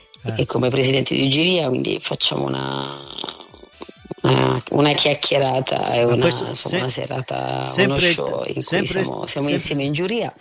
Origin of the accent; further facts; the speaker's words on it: Lesina, Apulia, Italy; è il primo concerto che faccio a Lesina, perché io mi esibisco un po' dappertutto, ma nel mio paese quasi mai.